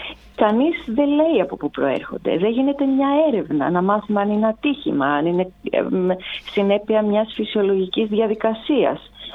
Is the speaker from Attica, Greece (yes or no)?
yes; Piraeus, Attica, Greece; now in Volos, Greece; εγώ είμαι από τον Πειραιά και οι σχέσεις μου δεν έχουν σταματήσει με την περιοχή μου